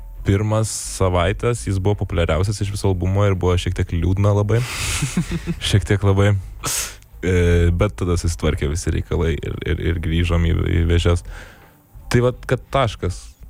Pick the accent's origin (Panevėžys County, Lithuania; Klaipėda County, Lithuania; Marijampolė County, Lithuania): Klaipėda County, Lithuania; Gargždai; aš iš Gargždų esu